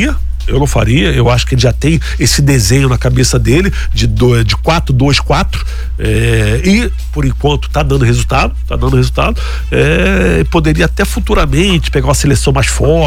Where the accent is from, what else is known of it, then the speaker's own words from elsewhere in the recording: Brazil; eu sou brasileiro até o final